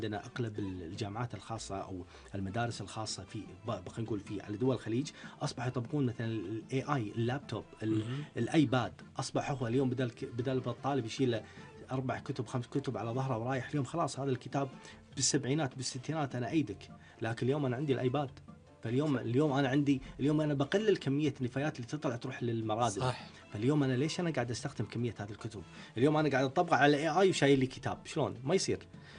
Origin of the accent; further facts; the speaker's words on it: Kuwait; عندنا في الكويت